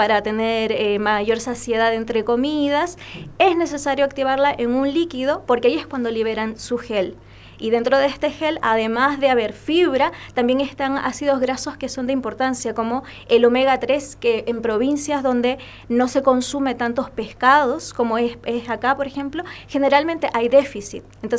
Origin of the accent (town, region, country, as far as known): Chile